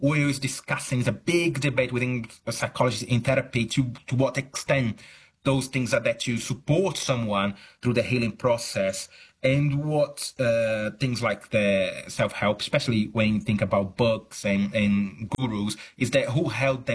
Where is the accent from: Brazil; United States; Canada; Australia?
Brazil; now in United Kingdom; I'm originally from Brazil, although I'm academic at the University of Chester in the UK. I see a lot of that also in Brazil.